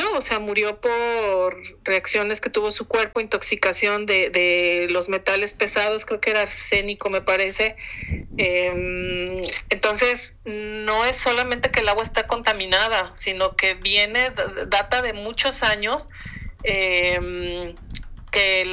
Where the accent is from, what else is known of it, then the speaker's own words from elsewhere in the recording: Guadalajara, Jalisco, Mexico; moved away; nacida y crecida, criada en Guadalajara por unos años.